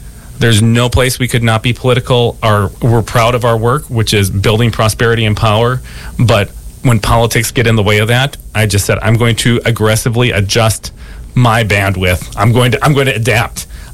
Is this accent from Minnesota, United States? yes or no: yes; Richfield, Minnesota, United States; also born or lived in Bloomington; Richfield, which is a city that I grew up in. I was born in Bloomington, attended Bloomington, Richfield.